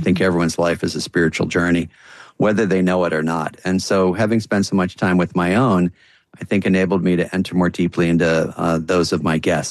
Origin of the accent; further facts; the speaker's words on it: Plymouth Meeting, Pennsylvania, United States; my mother, who just died a couple of weeks ago, moved out of our house where we grew up outside of Philadelphia in a town called Plymouth Meeting.